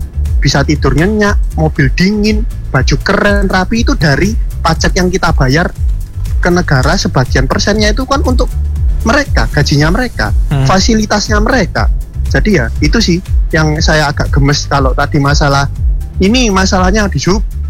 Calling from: Malang, East Java, Indonesia; saya sebagai warga Malang

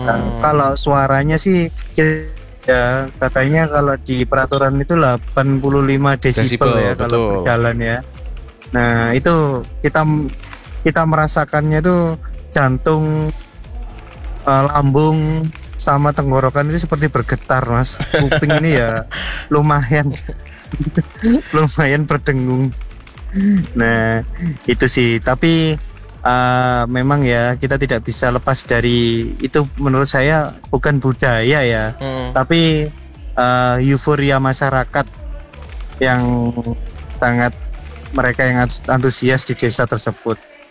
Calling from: Indonesia; Kebetulan saya warga Gedong.

